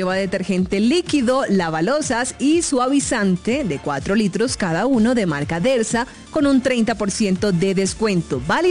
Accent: Caribbean Region, Colombia; Toda costeña yo. Ay, las raíces no se pueden negar

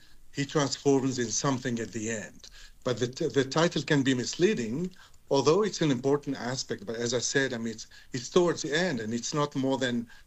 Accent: Tunisia; So, as a Tunisian doctor, because I come from Tunisia and North Africa

